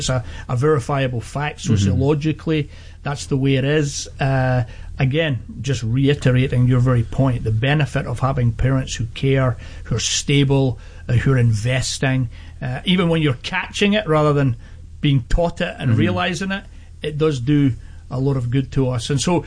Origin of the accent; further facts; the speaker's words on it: Scotland, United Kingdom; now in Sacramento, United States; my bias as a Scotsman.